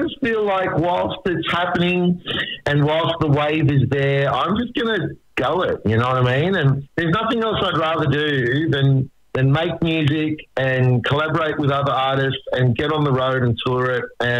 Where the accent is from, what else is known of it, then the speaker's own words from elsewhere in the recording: Sydney, New South Wales, Australia; I'm from Sydney